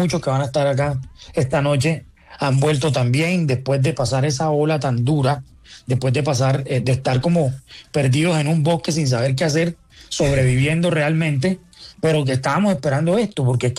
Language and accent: Spanish; Cartagena, Bolívar, Colombia; pelados que llegaron de Bucaramanga, del eje cafetero, de la costa, como yo que llegué de Cartagena, de muchas partes